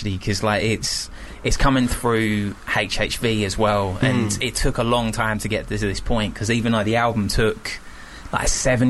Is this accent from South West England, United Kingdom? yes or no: yes; Bristol, South West England, United Kingdom; Bristol. Yeah.